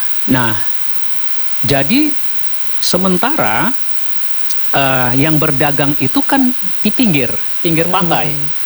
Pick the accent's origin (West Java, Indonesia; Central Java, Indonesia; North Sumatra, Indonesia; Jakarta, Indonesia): North Sumatra, Indonesia; Barus; mungkin karena Barus itu selain kata Barus juga disebut Fansur, maka orang belakangan ini sering menyebut kami orang Fansur.